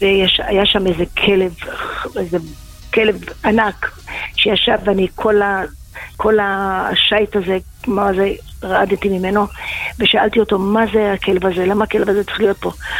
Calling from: Beit Shemesh, Jerusalem District, Israel; אני מבית שמש.

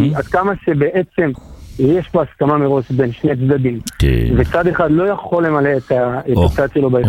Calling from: Modi'in Illit, Judea and Samaria Area, Israel; מודיעין עילית.

